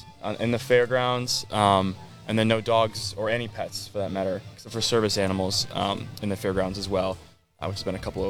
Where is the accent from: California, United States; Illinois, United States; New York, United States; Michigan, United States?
Michigan, United States; St. Joseph; Born and raised in St. Joe and grew up coming to the art fair.